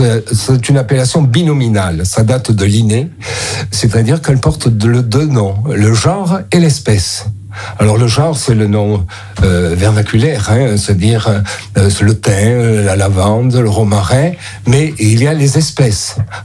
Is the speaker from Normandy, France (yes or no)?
no; Montpellier, Occitanie, France; comme je suis montpelliérain depuis plusieurs générations